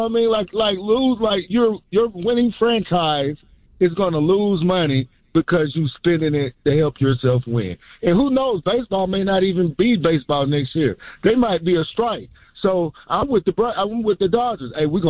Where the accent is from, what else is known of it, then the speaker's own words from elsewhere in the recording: Atlanta, Georgia, United States; Like, I'm from Atlanta, and I love my Braves.